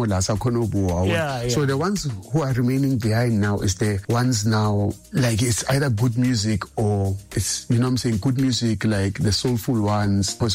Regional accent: Pretoria, Gauteng, South Africa; The comment didn't affect … because of I'm from Pretoria and then now I'm doing Chrome.

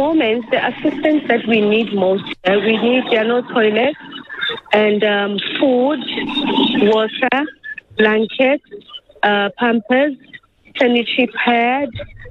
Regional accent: South Africa; I personally, I grew up here in South Africa and I have never had any problems with South Africans here.

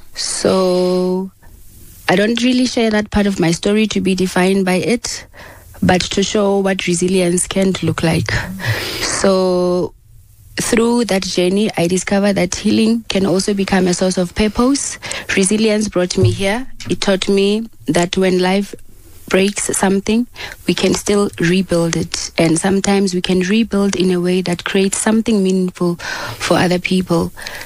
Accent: Bloemfontein, Free State, South Africa

